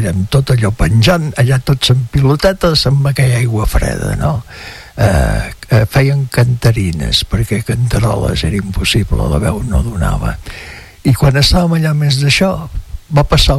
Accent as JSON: {"language": "Catalan", "region": "Catalonia", "country": "Spain", "said": "com a català"}